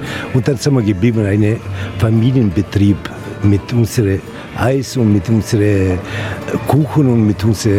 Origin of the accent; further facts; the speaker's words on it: Southern Italy, Italy; German is a second language; now in Munich, Germany; ich komme aus Süditalien.